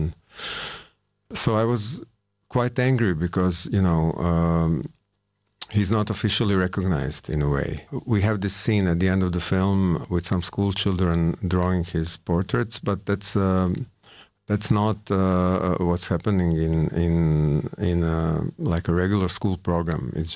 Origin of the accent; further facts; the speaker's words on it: Zagreb, City of Zagreb, Croatia; I didn't grow up in Osijek. I grew up in Zagreb.